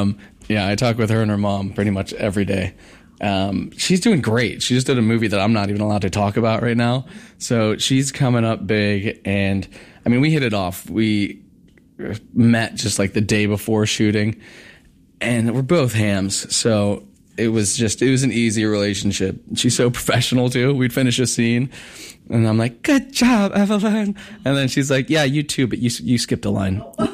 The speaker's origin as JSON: {"language": "English", "town": "Grand Rapids", "region": "Michigan", "country": "United States", "moved": "yes", "lives_now": "Los Angeles, United States", "said": "Yeah, like you said, I'm from West Michigan, Grand Rapids, Stevensville area."}